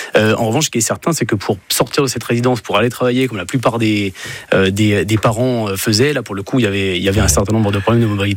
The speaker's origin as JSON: {"language": "French", "town": "Aubervilliers", "region": "Île-de-France", "country": "France", "tie": "born there", "said": "Oui, je suis né à Aubervilliers en 1983, en région parisienne."}